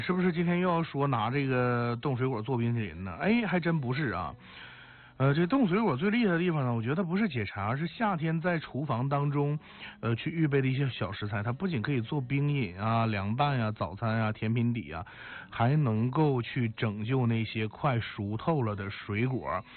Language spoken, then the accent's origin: Chinese; Northeast China, China; 都是我们作为东北人经常会吃到的一种这个美食啊。